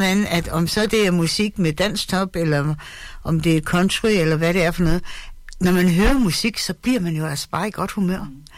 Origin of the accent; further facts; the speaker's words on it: Fredericia, Region of Southern Denmark, Denmark; Jeg er jøde, ja. Jeg er fra Fredericia.